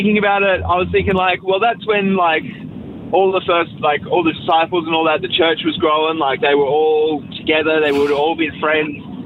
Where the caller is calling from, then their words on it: Margaret River, Western Australia, Australia; Margaret River.